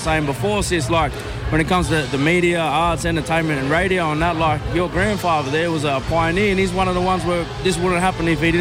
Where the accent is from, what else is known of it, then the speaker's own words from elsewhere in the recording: Nowra, New South Wales, Australia; Yeah, I'm a Yuin breed, born and raised in Nowra, south coast of New South Wales, but my great-grandmother's from Bellbrook, so Dungutty as well